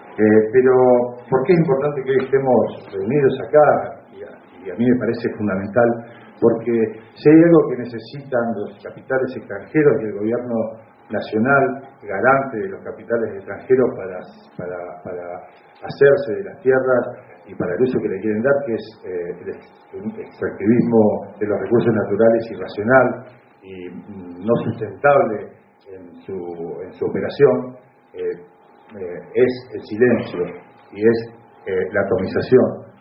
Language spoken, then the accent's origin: Spanish; Cinco Saltos, Río Negro, Argentina; Yo que soy acá de Cinco Saltos